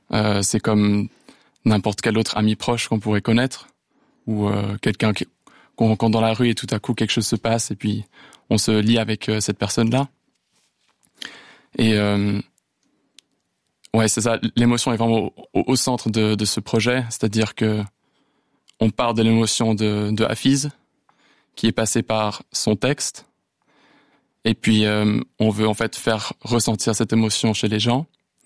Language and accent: French; Switzerland; Mes parents, ils viennent hors de Suisse. Donc, alors certes, j'ai grandi en Suisse